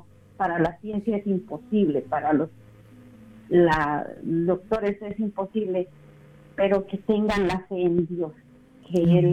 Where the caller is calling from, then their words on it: Harlingen, Texas, United States; Buenos días, Gaby, soy … de Harlingen, Texas, y escucho por la aplicación.